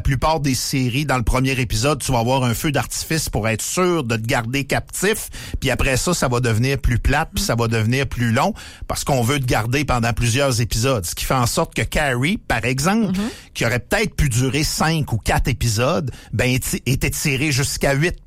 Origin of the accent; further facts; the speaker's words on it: Saint-Fulgence, Quebec, Canada; Puis moi, je viens de Saint-Fulgence.